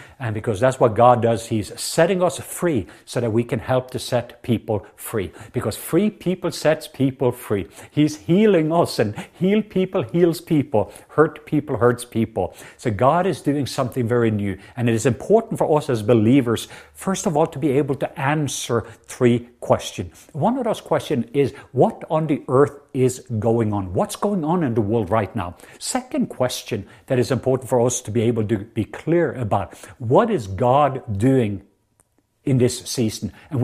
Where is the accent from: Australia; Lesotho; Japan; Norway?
Norway; English is a second language; now in Atlanta, United States; Some of you thought that I had a southern accent, and that's correct, because I'm from the southwest part of Norway, so I'm a true southerner. And I live here in Atlanta